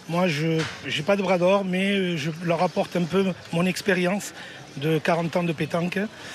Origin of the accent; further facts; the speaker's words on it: Nouvelle-Aquitaine, France; De toute façon, on vient des Landes, on va lâcher les vaches.